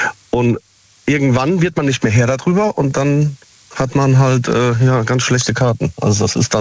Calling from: Siegen, North Rhine-Westphalia, Germany

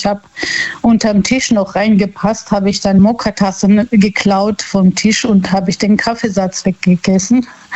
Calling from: Wissembourg, Grand Est, France; Ich bin in Wissenburg.

